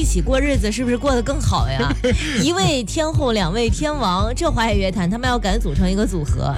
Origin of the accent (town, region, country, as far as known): China